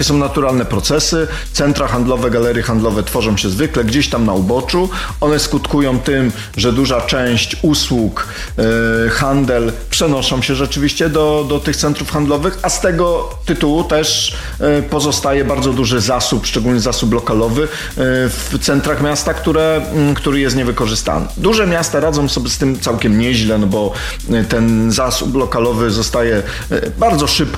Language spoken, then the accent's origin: Polish; Inowrocław, Kuyavian-Pomeranian Voivodeship, Poland